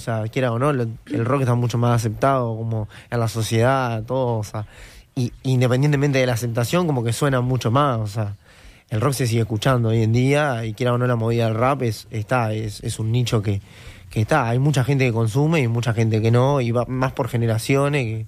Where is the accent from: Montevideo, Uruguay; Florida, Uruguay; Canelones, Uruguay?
Montevideo, Uruguay; born there; also born or lived in Durazno / the coast; yo medio que viví la mitad de mi vida en Durazno y la mitad de mi vida en Montevideo, claro. Nací ahí. En realidad viví en la costa, pero nací en Montevideo.